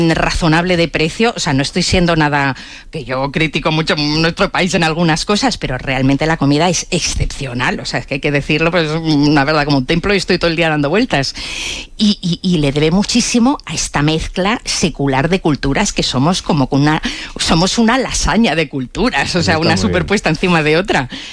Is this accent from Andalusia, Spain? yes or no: no; Madrid, Community of Madrid, Spain; en Madrid es que somos, muy mezcla, ¿no?